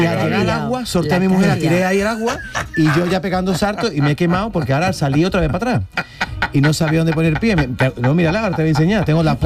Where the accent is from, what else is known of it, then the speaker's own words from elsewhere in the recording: Málaga, Andalusia, Spain; also born or lived in Seville; llevo a Málaga en el corazón y soy malagueño, igual que sevillano